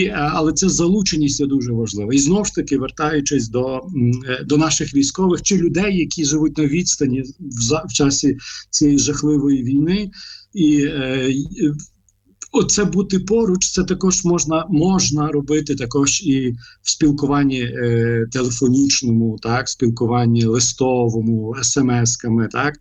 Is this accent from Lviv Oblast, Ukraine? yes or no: yes; Lviv, Lviv Oblast, Ukraine; а я зростав у Львові